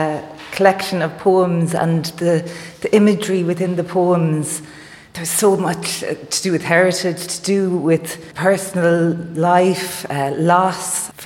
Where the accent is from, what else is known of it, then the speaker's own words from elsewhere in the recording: Bennettsbridge, County Kilkenny, Ireland; I grew up in Bennett's Bridge, but near Kilkenny, and my parents were here as well.